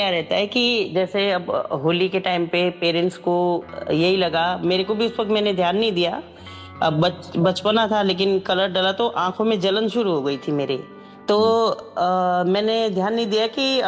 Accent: Uttarakhand, India; now in Delhi, India; मैंने 8th तक पढ़ाई की थी वहीं उत्तराखंड में ही।

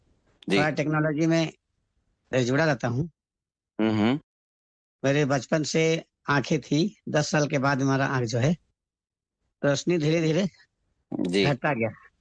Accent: Bihar, India

